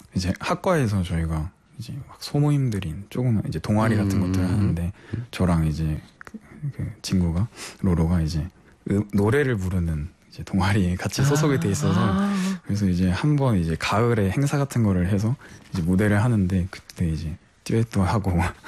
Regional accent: Seoul, South Korea; born there; 저는 태어난 건 서울입니다. 네. 부모님 두 분이 제주도 분이시고.

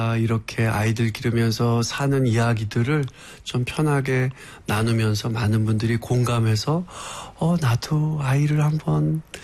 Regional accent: Seoul, South Korea; 그리고 저도 서울에서 태어나서 교육을 받으면서 서울에서 자랐고요.

